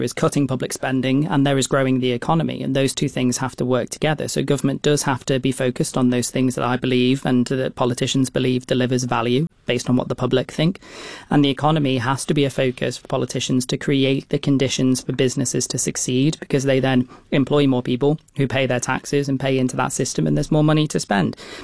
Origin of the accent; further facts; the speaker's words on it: Isle of Man; I'm a homegrown candidate. I was born and raised on the Isle of Man.